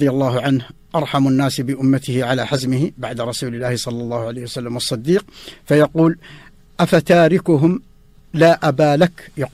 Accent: Saudi Arabia; هذا هو أفضل مكان عندهم في بلادنا المملكة العربية السعودية.

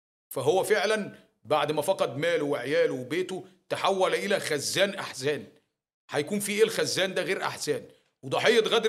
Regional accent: Egypt; أنا مواطن مصري

